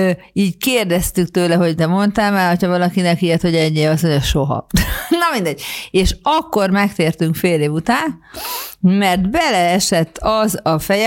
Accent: Budapest, Hungary; also born or lived in Africa; én a Népköztársaság útján most András út nőttem föl, 5 percre a bazilikától

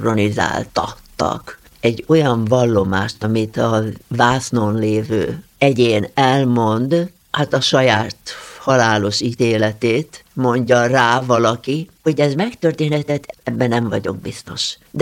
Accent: Alsóörs, Veszprém County, Hungary; born there; én Alsőrsen együtt nőttem fel. Mert én gyerekkoromban a poros utakon jártam, és ott semmi nem volt szinte, és aztán azzá lett, hogy egy európai hírű település lett belőle

